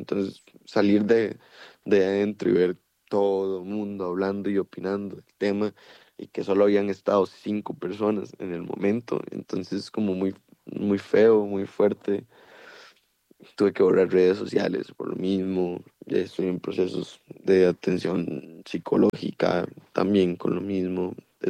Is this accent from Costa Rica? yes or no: yes; Pérez Zeledón, San José, Costa Rica; now in Heredia, Costa Rica